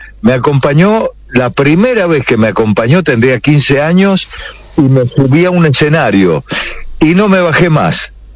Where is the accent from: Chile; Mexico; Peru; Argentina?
Argentina; En este hermoso país, que es mi tierra, la Argentina, estar en una radio es lo mejor que me puede pasar.